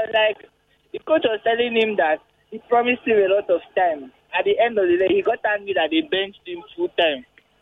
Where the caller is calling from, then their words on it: Lagos, Nigeria; calling from Lagos.